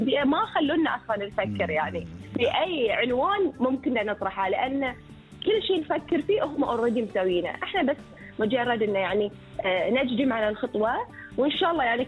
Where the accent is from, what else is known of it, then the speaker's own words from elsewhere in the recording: Bahrain; وإحنا عندنا في البحرين